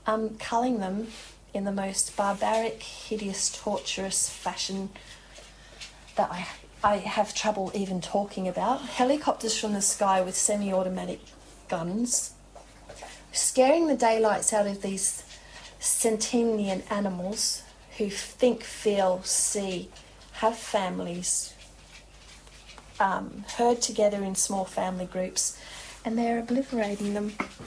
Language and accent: English; New South Wales, Australia; my hometown being the Snow Mountains, where my dad was an engineer. He lived in an old township called Cabramurra, moved across to the new township when I was a newborn baby.